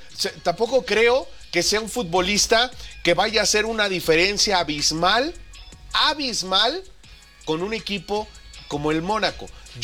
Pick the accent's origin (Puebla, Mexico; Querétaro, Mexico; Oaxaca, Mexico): Puebla, Mexico; Yo soy poblano.